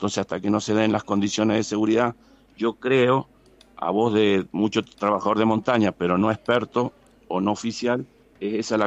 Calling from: Mendoza, Argentina; Yo vivo en Mendoza

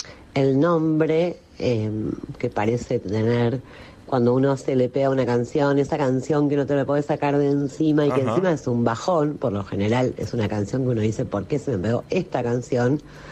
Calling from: Rosario, Santa Fe, Argentina; de Rosario.

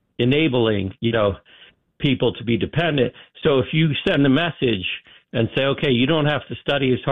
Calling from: New Jersey, United States; I'm from New Jersey, and I'm not Jewish.

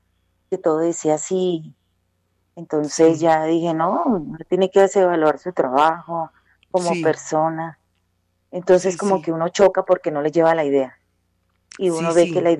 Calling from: Bogotá, Colombia; Yo vivo en Bogotá.

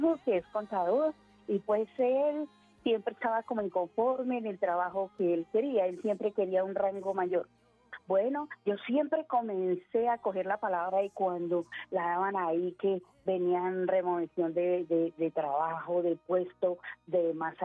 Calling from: Bogotá, Colombia; Aquí en Patio Bonito, Bogotá.

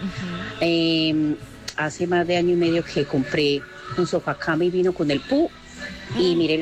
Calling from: Medellín, Antioquia, Colombia; Hablo desde Manrique.

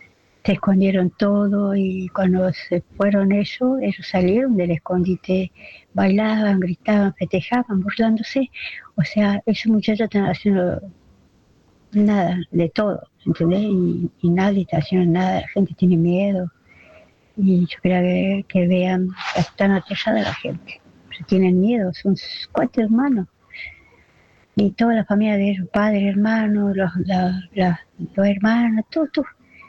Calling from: Salta, Argentina; de Salta.

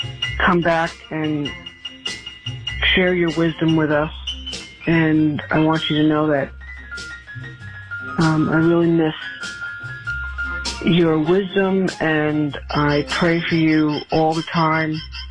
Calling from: Ocala, Florida, United States; I'm calling from Ocala, Florida.

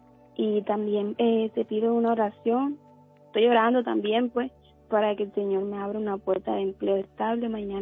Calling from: Sincelejo, Sucre, Colombia; Desde Cincelejo.

